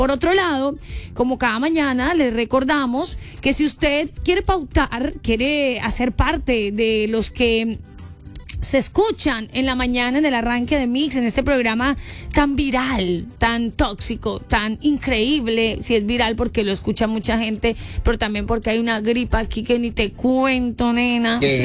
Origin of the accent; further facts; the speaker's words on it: Colombia; nosotros como colombianos y patriotas